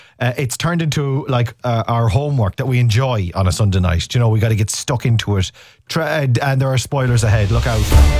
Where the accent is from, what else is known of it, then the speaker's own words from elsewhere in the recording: Connacht, Ireland; I'm from Mayo.